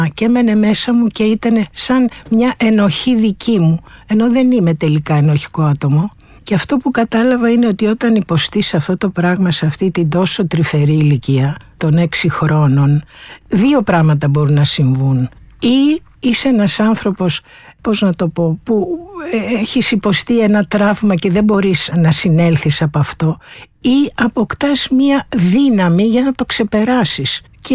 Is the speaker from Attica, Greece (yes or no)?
yes; Athens, Attica, Greece; born there; Εγώ γεννήθηκα στην Αθήνα, στα Εξάρχεια, και το λέω αυτό γιατί έχει και μια ιδιαίτερη βαρύτητα η περιοχή